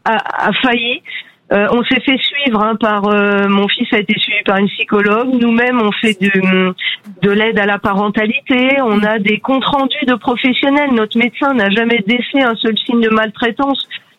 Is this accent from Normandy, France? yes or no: yes; Falaise, Normandy, France; on a été reçu la semaine dernière au tribunal de Caen parce qu'on est de Falaise, une petite ville auprès de Falaise du Calvados.